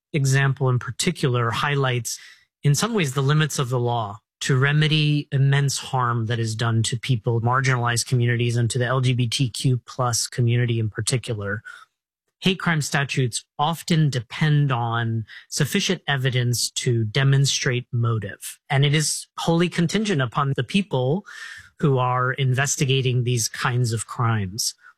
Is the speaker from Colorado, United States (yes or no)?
yes; Colorado Springs, Colorado, United States; in my hometown of Colorado Springs, where I was raised